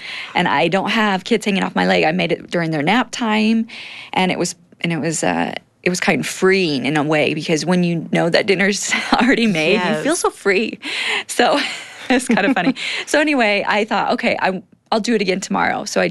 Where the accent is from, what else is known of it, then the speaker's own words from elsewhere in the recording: Great Falls, Montana, United States; moved away as an adult; also born or lived in Provo, Utah / Ohio; now in Salt Lake City, United States; I grew up in Montana, in Great Falls. I had 6 sisters growing up, no brothers